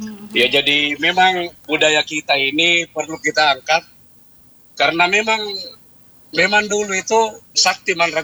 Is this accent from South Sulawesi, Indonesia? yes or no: yes; South Sulawesi, Indonesia